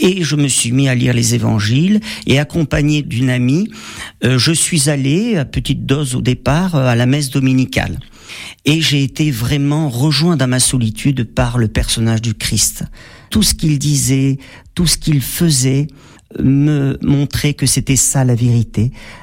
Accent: Saint-Paul-Trois-Châteaux, Auvergne-Rhône-Alpes, France; born there; also born or lived in Montélimar / Millau; Oui, je suis né à Saint-Paul-Trois-Châteaux. J'ai vécu 8 ans à Montélimar et après on est allé à Millau dans l'Aveyron.

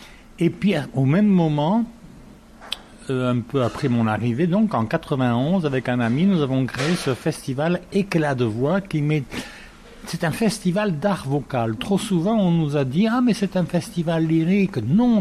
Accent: Tarbes, Occitanie, France; moved away as an adult; also born or lived in Toulouse; Moi j'ai été élevé à Tarbes, je suis né à Tarbes, j'avais une mère très pratiquante

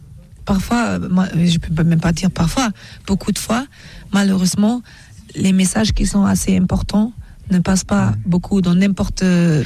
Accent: Germany; j'aime les bretzels aussi parce que j'ai grandi en Allemagne

